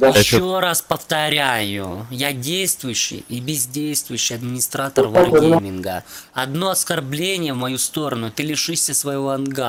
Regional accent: Moscow, Russia; Я из Москвы.

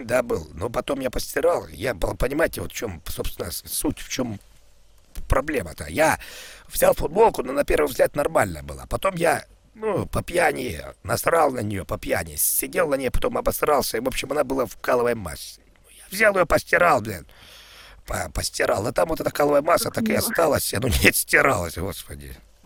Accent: Ukraine; я с Украины сам

